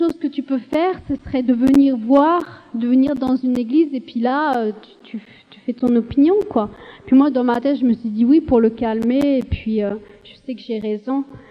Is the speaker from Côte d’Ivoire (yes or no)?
no; France; also born or lived in Algeria; Je viens d'une famille algérienne. Je suis née en Algérie, mais j'ai grandi en France. Et ma famille est musulmane pratiquante.